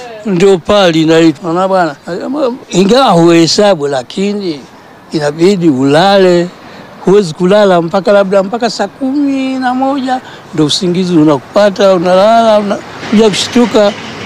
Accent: Mvumi, Dodoma, Tanzania; born there; Mimi nimezaliwa Mvumi. Sawa, so, mwaka 1948.

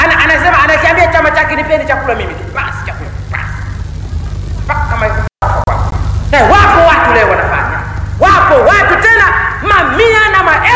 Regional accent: Tanzania; now in Dar es Salaam, Tanzania; Mimi najua maisha ya Uzalaki. Kule nilikozaliwa nikakulia na yajua sana maisha yake.

